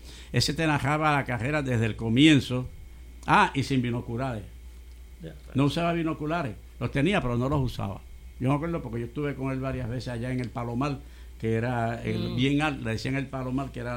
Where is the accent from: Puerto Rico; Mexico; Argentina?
Puerto Rico; now in US Virgin Islands; nuestra isla de Puerto Rico